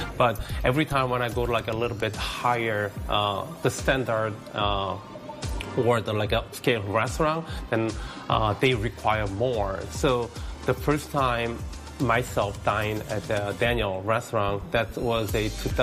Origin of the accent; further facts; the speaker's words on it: South Korea; English is a second language; You know, I'm from Korea, so we're not really familiar with the fine dining.